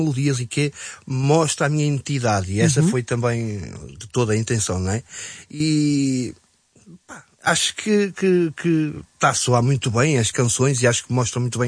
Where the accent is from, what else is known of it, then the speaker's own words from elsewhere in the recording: Portugal; E luso porque somos portugueses